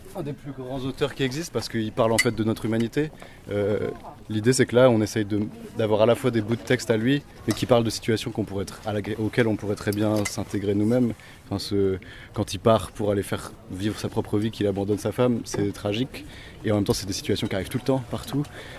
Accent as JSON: {"language": "French", "town": "Tours", "region": "Centre-Val de Loire", "country": "France", "said": "je viens de Tours, de Maitrey."}